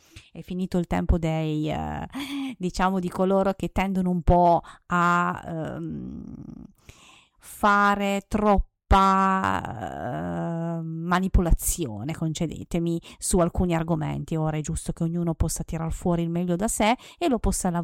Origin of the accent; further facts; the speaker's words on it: Piedmont, Italy; moved away; vado alle mie radici, che sono piemontesi, in particolar modo della provincia di Cuneo.